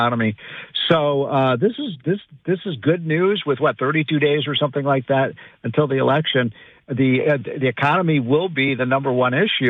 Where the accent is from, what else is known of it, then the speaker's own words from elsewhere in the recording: Illinois, United States; New York, New Jersey, California, my home state of Illinois, Connecticut, Massachusetts, runaway costs.